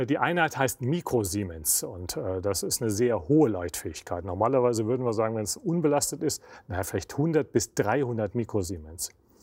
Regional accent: Hesse, Germany; Also ich komme aus der Wetterau und kenne zum Beispiel auch die Nidda

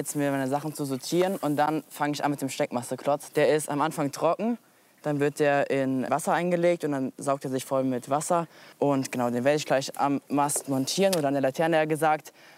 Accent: Darmstadt, Hesse, Germany; born there; Also ich bin hier in Darmstadt geboren und ansässig auch in Darmstadt

